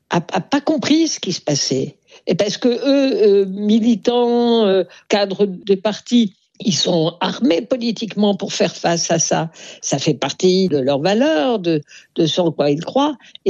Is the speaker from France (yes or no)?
yes; France; chez nous en France